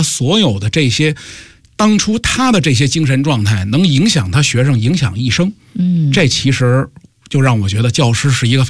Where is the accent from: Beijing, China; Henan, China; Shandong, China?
Beijing, China; 我家乡这个顺义有一个牛栏山镇，我也正好在牛栏山读的书